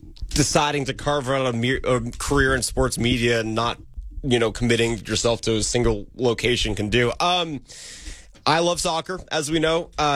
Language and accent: English; Thousand Oaks, California, United States; I'm from Thousand Oaks, which is in Ventura County.